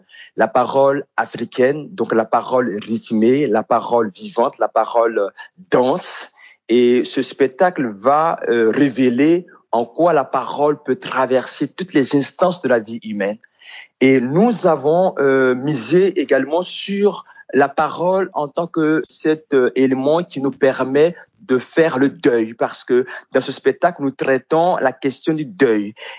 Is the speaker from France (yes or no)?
no; Côte d’Ivoire; Je suis à Caen, je suis en Côte d'Ivoire. Et je suis au centre de la Côte d'Ivoire.